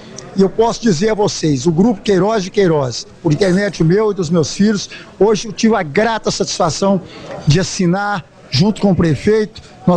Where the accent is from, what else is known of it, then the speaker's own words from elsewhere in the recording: Frutal, Minas Gerais, Brazil; Não morei aqui porque meus pais moravam em Frutal, nasci em Frutal, vivi em Frutal